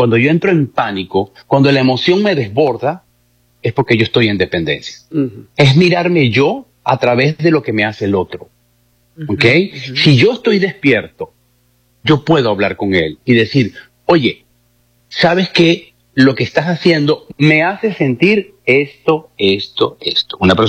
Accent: Venezuela; now in Mexico City, Mexico; de mi acento, que si soy venezolano

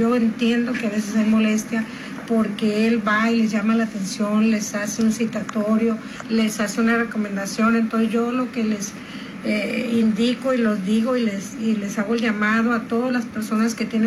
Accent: Sinaloa, Mexico; somos todos sinaloenses

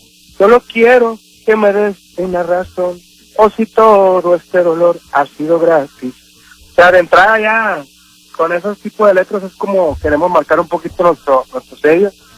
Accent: Hermosillo, Sonora, Mexico; No, yo soy de aquí de Hermosillo

